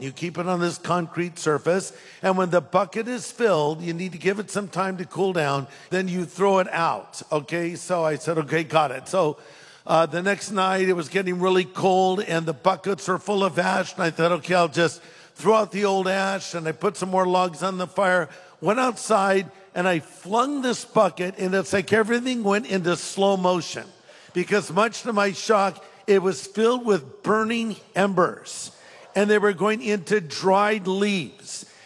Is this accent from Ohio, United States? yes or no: no; California, United States; Well, listen, I'm from California, okay?